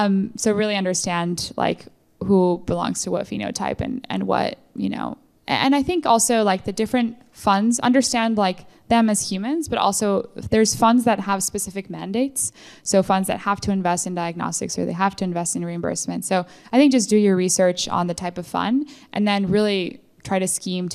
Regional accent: Mexico; moved away; I'm from Mexico. I grew up in Mexico.

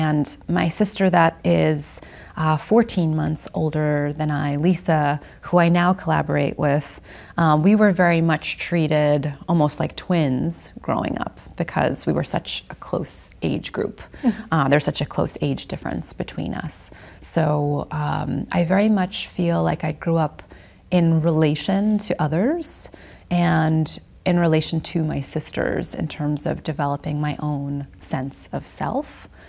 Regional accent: Queens, New York, United States; And so I feel very lucky that I grew up in Queens

